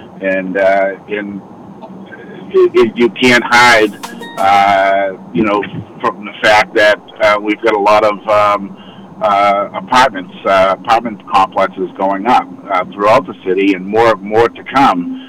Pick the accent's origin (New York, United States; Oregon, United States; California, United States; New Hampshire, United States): New Hampshire, United States; Manchester; Manchester's, you know, I've lived here all my life